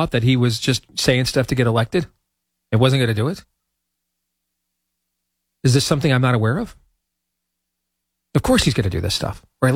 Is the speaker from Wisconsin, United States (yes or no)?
no; Iowa, United States; here in my home state of Iowa.